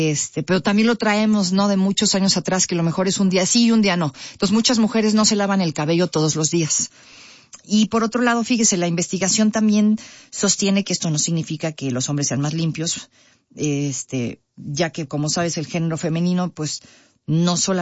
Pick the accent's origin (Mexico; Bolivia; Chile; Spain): Mexico; qué tan limpios somos los mexicanos